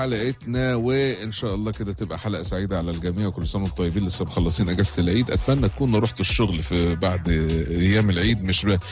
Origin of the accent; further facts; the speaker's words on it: Egypt; لما تسمع حاجات من دي عندنا في مصر مفيش مشاكل خالص